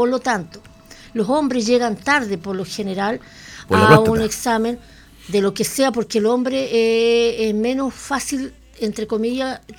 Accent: Los Lagos, Chile; also born or lived in Osorno; yo soy una mujer de campo. Vivo, me nací a los pies del volcán Osorno, por Quilapan.

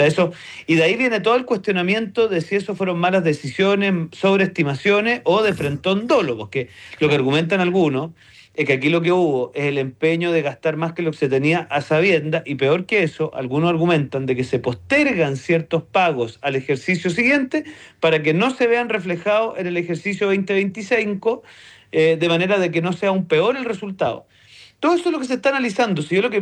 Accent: Chile

